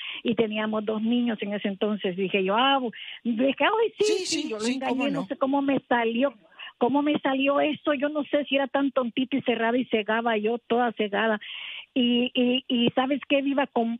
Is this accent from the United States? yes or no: no; El Salvador; nosotros somos del Salvador